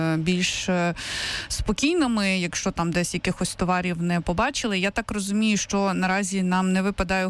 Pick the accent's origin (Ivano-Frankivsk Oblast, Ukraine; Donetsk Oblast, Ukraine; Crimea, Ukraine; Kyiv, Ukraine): Kyiv, Ukraine